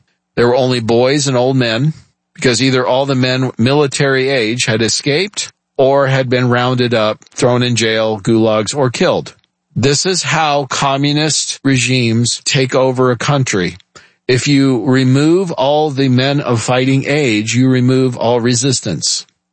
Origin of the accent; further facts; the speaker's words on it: United States; born there; I've shared this often before, but I'm first-generation American. … is a Hungarian name. I was born here in the United States.